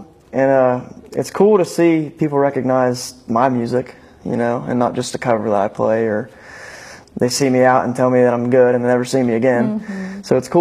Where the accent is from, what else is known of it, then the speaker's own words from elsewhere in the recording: Winfield, West Virginia, United States; I grew up in Winfield, West Virginia, obviously, but I went to school at Winfield.